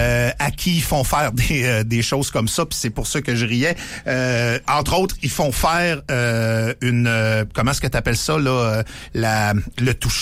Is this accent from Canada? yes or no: yes; Saguenay, Quebec, Canada; moved away; Moi, je viens du Saguenay